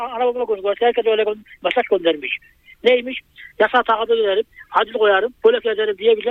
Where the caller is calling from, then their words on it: Ankara, Turkey; Ankara Yeni Mahalle'den, Ankara'dan arıyorum.